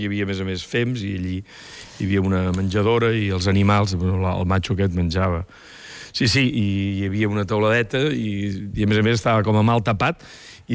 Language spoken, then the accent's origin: Catalan; Vila-seca, Catalonia, Spain; Jo vaig néixer l'any 63, en aquella època. Soc dels últims que va néixer el poble